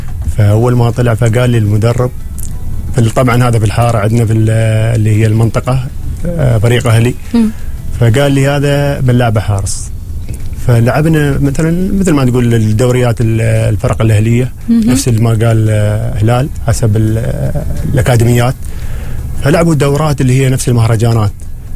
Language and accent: Arabic; Oman; عندنا في عمان المهاجمين يعني ما شاء الله يعني.